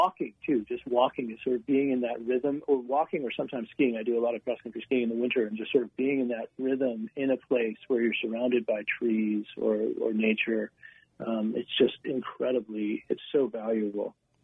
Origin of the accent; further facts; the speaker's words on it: Colorado, United States; now in Vermont, United States; I live, I'm from Colorado, but I actually live in Vermont now